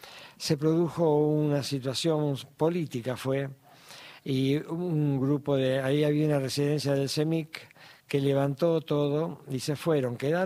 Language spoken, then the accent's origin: Spanish; Santa Fe, Argentina; moved away as an adult; now in Jujuy, Argentina; cosa que no me asustaba porque soy santafesino. Hace el mismo calor y hay los mismos mosquitos que en la ciudad de Santa Fe.